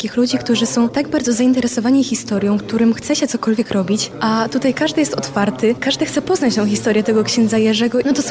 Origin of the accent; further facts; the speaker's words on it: Radzymin, Masovian Voivodeship, Poland; jestem z Radzymina.